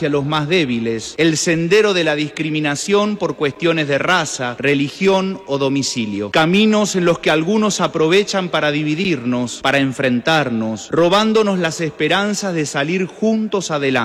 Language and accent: Spanish; Argentina